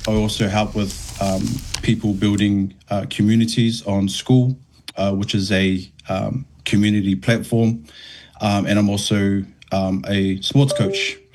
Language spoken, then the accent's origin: English; Wellington, New Zealand; And so I was born up here in Wellington, went to school here, went to university in Wellington, and then ended up with a engineering degree.